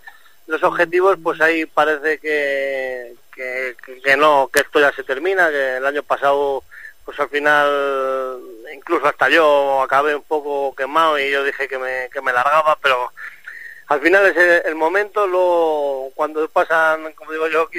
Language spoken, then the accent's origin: Spanish; Turégano, Castile and León, Spain; somos un pueblo de 1.000 habitantes.